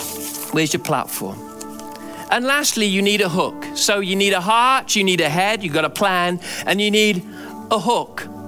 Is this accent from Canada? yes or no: no; England, United Kingdom; I'm English.